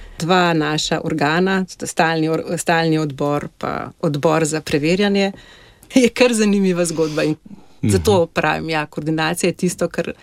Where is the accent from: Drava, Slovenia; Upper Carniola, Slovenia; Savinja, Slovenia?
Upper Carniola, Slovenia; Križe; moved away as an adult; now in Innsbruck, Austria; jaz sem rojena v Alpah, v bistvu v vasici Križe, pod Kriško goro. Tako da razdijala sem se v gorah.